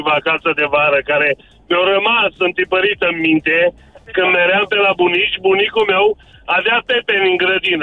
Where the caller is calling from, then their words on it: Baia Mare, Maramureș County, Romania; de la Baia Mare.